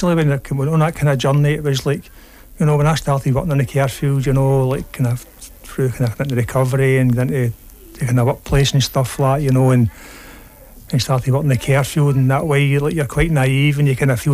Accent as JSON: {"language": "English", "town": "Glasgow", "region": "Scotland", "country": "United Kingdom", "tie": "born or raised there", "said": "I grew up in the East End of Glasgow."}